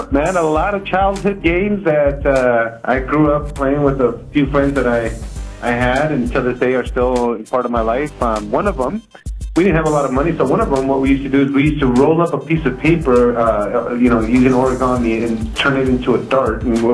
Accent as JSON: {"language": "English", "town": "Bakersfield", "region": "California", "country": "United States", "tie": "born or raised there", "said": "If you're growing up in East Bakersfield and you hear the words, you're not down"}